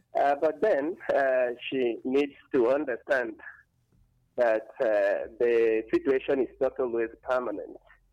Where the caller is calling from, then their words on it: Ebonyi, Nigeria; I'm calling in from Akes Ebonyi State.